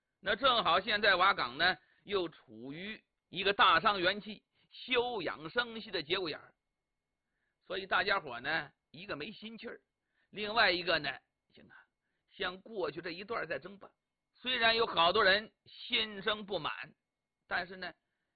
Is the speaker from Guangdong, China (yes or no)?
no; Dingtao, Shandong, China; 济阴郡就是我的老家山东定陶那一带。